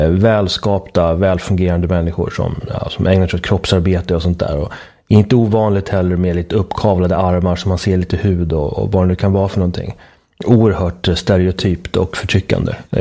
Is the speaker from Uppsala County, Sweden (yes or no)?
yes; Uppsala, Uppsala County, Sweden; en väldigt intressant kulturstrid från min hemstad. Min hemstad som blir svårare och svårare att känna stolthet och kärlek inför.